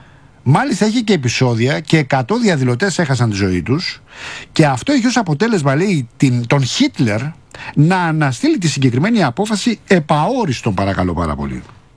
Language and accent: Greek; Rafina, Attica, Greece; Έπαιρνα εγώ στην Αθήνα, στη Ραφίνα, στην πατρίδα μου τηλέφωνο τότε.